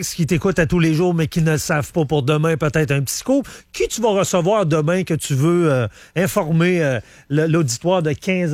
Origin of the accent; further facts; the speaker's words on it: Black Lake, Quebec, Canada; Puis il est candidat dans ma ville natale, Black Lake, Thetford, puis tout ça.